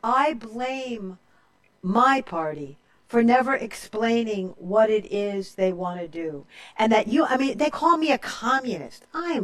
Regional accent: New York, United States; I'm from New York, okay? I'm not Jewish, I'm not a communist, and I'm not gay.

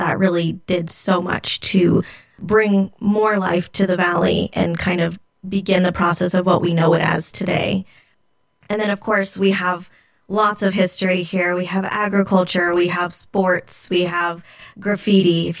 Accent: Modesto, California, United States; moved away; I am not originally from Modesto, but I did grow up here and I've been gone for about 15 years.

